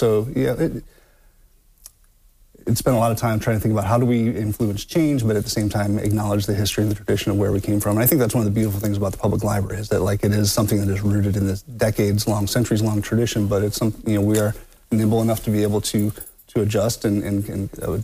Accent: Ohio, United States; also born or lived in Brooklyn; I'm an Ohio native. I grew up in Northeast Ohio. I did undergraduate and grad school at BGSU, and then came back in 2015 as the deputy director.

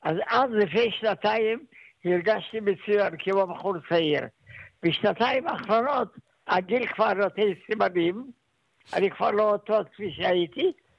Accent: Poland; now in Israel; פולין לא הייתה, לא אהבה יותר מדי את היהודים. ולכן אנחנו הרגשנו את העוינות של האוכלוסייה הפולנית אלינו.

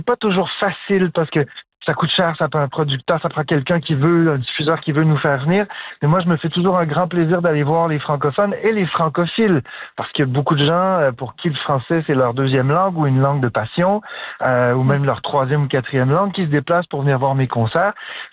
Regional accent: Ottawa, Ontario, Canada; born or raised there

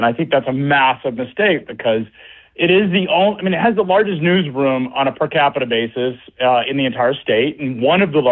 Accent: Chattanooga, Tennessee, United States; I grew up in Chattanooga. I raised my family in Chattanooga. I've got five kids that my wife and I raise here. Grew up, born in 1979, 47 years old.

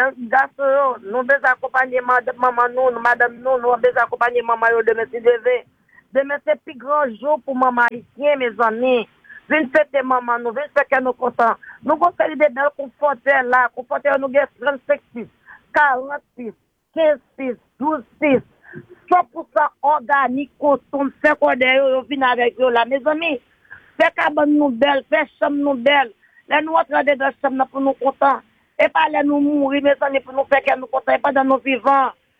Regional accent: Haiti; Allez pour venir, mes amis, nous sommes Haïtien.

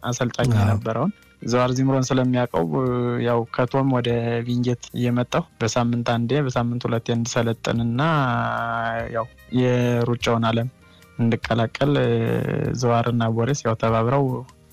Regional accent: Gondar, Amhara, Ethiopia; now in Israel; በመጀመሪያ ጎንደር ነው ተወልጄ ያደግኩት። ያው ጎንደር ስኖር ስለ ሩጫም አለምም ስለ ስፖርት አለም ምንም ነገር የምናውቀው የለም።

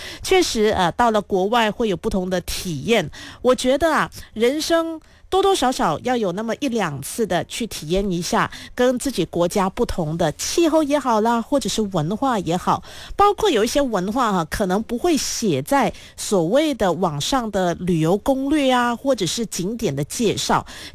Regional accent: Malaysia

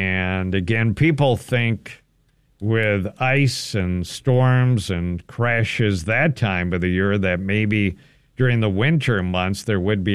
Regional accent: Minnesota, United States; When I was doing my music out in L.A. too, people there knowing I was from Minnesota

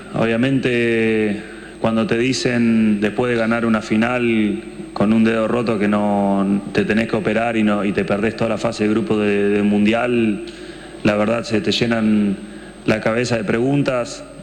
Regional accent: Argentina; quiero que nos recuerden como cualquier argentino, que somos trabajadores, que nunca nos damos por vencido

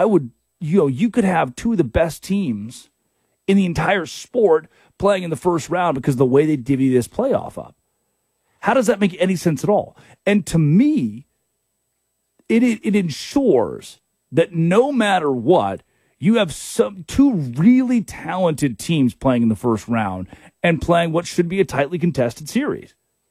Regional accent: Vilonia, Arkansas, United States; growing up in Arkansas, we didn't do hockey. We didn't have, we couldn't afford the equipment. Hockey was too, that was a city sport. In Valonia, Arkansas, you had like you football, and that was pretty much it.

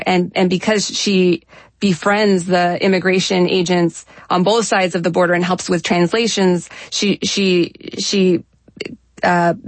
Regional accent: El Paso, Texas, United States; And I am from El Paso. I lived there. I knew there was a Asian American history.

